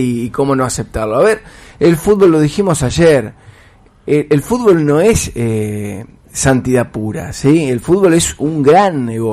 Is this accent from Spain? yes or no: no; Argentina; revisar nuestras acciones como argentinos